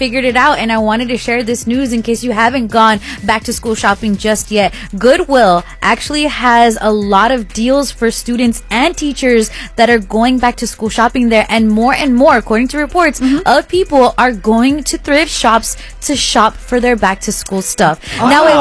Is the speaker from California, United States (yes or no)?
yes; Santa Ana, California, United States; Letty, I grew up in Santa Ana and not even me.